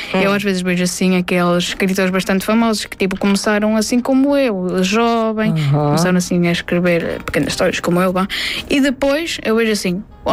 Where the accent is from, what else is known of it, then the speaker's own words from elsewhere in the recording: Norte, Portugal; Eu sou de Trás-os-Montes.